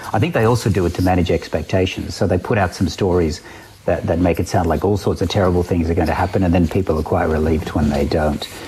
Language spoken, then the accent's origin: English; Ireland; now in Australia; So I think Australians, including migrant Australians, and I'm a migrant from Ireland